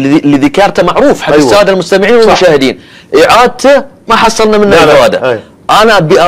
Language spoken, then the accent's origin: Arabic; Bahrain; ما إحنا كبحرينيين لا نثبت السبق للجميع،